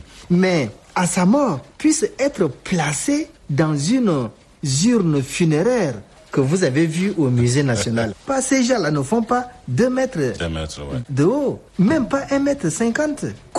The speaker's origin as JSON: {"language": "French", "country": "Chad", "said": "en tant que Tchadien"}